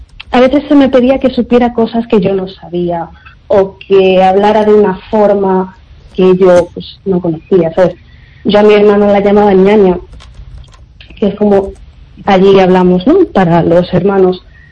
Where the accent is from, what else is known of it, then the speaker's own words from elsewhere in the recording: Santiago de Compostela, Galicia, Spain; also born or lived in Valladolid / Segovia; Pues verás, yo nací en Valladolid, como comentaste antes. Me crié en Segovia hasta los 6 años, crecí aquí en Santiago, pero bueno, una parte de mí pues siempre estará en Ecuador, ¿no?, donde está mi familia.